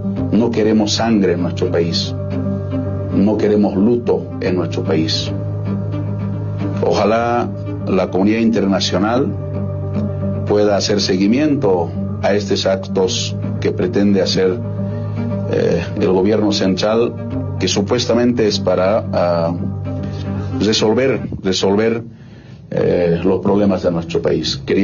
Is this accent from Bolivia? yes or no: yes; Bolivia; al final somos bolivianos